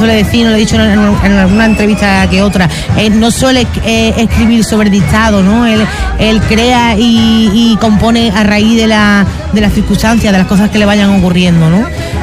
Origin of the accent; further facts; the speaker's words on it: Almonte, Andalusia, Spain; yo soy muy de mi pueblo, de mis costumbres, mis tradiciones, pero soy de admirar de que en Almonte hay muchísimos artistas, ¿no?